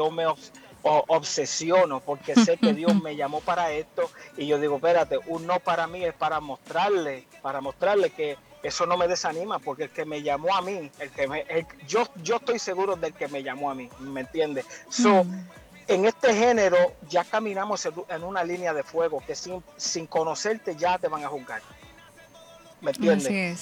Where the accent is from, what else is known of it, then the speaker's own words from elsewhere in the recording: Puerto Rico; moved away as an adult; now in United States; yo me gradué de high school allá en Puerto Rico a los 18 y me vine para acá a vivir y no he regresado.